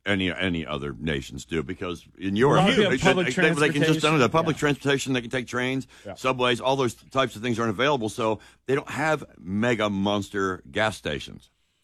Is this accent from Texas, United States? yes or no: no; Baltimore, Maryland, United States; moved away; I'm from Baltimore.